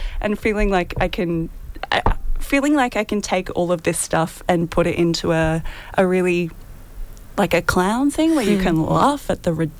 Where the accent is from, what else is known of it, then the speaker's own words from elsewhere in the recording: Toowoomba, Queensland, Australia; moved away as an adult; now in Brisbane, Australia; So I grew up in Toowoomba. I did my Bachelor's of Creative Arts there, and for the last 10 years I've been in Brisbane